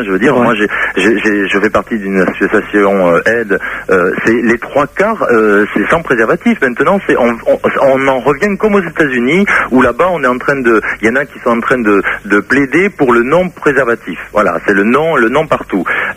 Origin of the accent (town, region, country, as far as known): Mont-de-Marsan, Nouvelle-Aquitaine, France